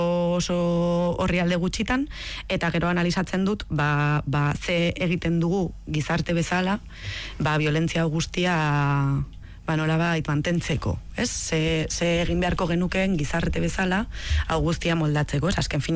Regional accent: Lodosa, Navarre, Spain; Nafarroako bertako bizimoduak, adibidez nire Lodosakoa naiz

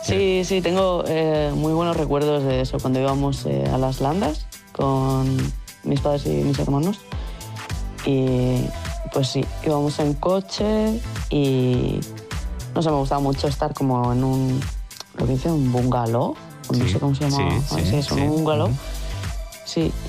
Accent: San Sebastián, Basque Country, Spain; moved away as an adult; Sí, claro, me gusta mucho. Pero la verdad es que eso, yo me fui de Donosti a los 22 años y ahora voy a cumplir 40 ya en agosto.

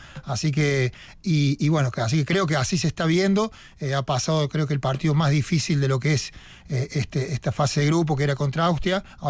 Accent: Argentina

